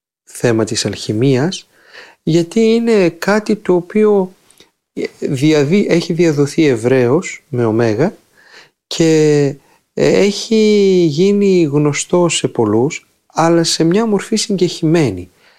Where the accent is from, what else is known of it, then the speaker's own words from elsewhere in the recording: Greece; Ως Έλληνες